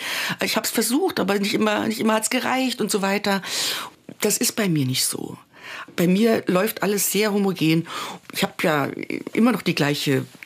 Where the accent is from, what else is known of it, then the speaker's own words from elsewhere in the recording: Nohfelden, Saarland, Germany; also born or lived in Saarbrücken; wir sind also hier in Saarbrücken geboren. Die jüngste Schwester, da waren wir schon da, wo ich dann letztendlich aufgewachsen bin. Und das ist ein kleiner Ort in der Gemeinde Nohfelden. Da bin ich aufgewachsen und da bin ich geblieben bis heute. Und da werde ich auch bleiben.